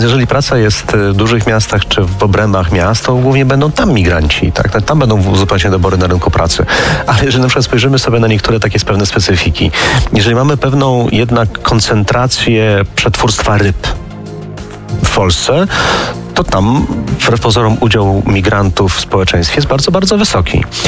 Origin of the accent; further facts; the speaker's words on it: Warsaw, Masovian Voivodeship, Poland; ja obydwa jesteśmy z Warszawy